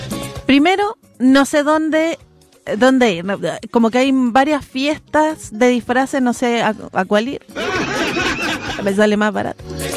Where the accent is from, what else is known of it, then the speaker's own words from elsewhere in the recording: Antofagasta, Chile; now in Valdivia, Chile; Hoy Antofagasta. Saludos a la gente de allá, de donde vengo yo.